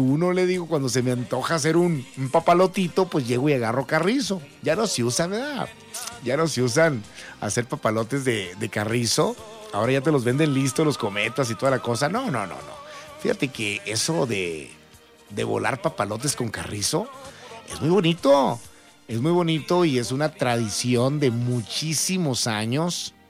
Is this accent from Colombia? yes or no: no; Navojoa, Sonora, Mexico; moved away; allá en mi tierra, en Navojoa, Sonora